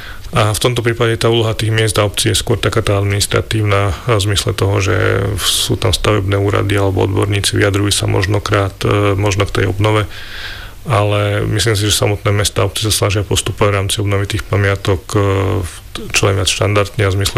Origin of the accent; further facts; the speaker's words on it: Banská Štiavnica, Banská Bystrica Region, Slovakia; Ja som z Banskej Štiavnice